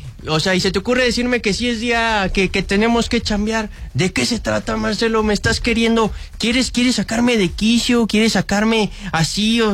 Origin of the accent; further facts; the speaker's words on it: Mexico; somos mexicanos